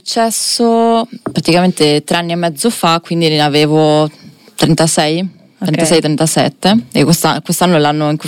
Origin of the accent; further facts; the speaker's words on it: San Donà di Piave, Veneto, Italy; moved away; Io sono di Sandona di Piave.